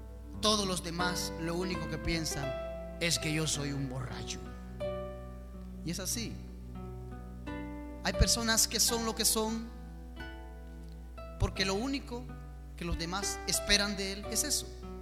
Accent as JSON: {"language": "Spanish", "country": "Dominican Republic", "said": "vengo de República Dominicana."}